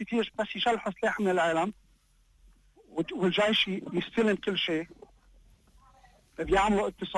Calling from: Australia; انا عم بحكيك من استراليا

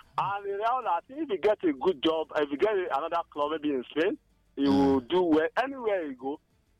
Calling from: Kaduna, Kaduna State, Nigeria; Yeah, I'm actually from Kaduna

